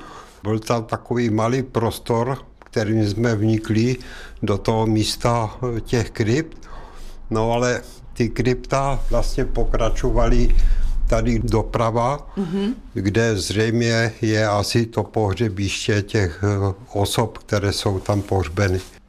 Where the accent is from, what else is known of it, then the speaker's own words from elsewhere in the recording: Bohumín, Moravian-Silesian Region, Czechia; born there; Starý Bohumín je vlastně moje rodiště, takže v mém srdci je samozřejmě Starý Bohumín moje nej.